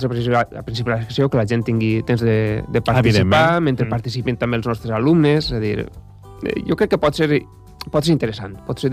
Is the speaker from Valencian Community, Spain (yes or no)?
yes; Valencian Community, Spain; jo soc valencià, la gent ja ho sap